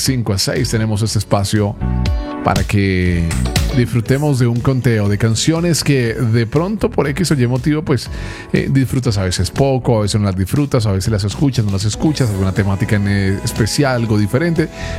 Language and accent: Spanish; Colombia